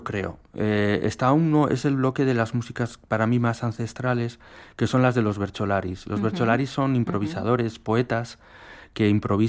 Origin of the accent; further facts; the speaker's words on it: Irún, Basque Country, Spain; la ciudad de donde yo soy, de Irún.